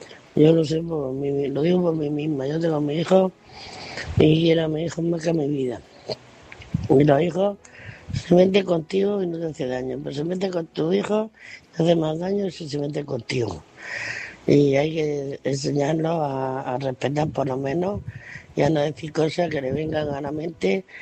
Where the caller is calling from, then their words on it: Murcia, Region of Murcia, Spain; de Murcia y quería contestar a Manuela.